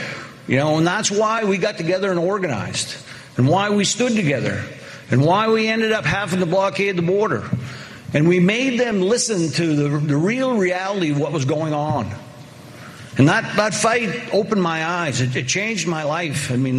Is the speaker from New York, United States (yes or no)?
no; Allagash, Maine, United States; I grew up in Allegash in a family of loggers, and I went to work in the woods after high school